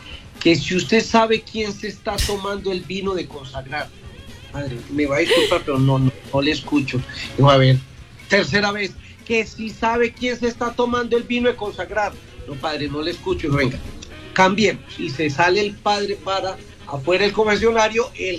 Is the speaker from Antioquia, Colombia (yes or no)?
yes; Caramanchuma, Antioquia, Colombia; Caramanchuma, que es mi pueblo.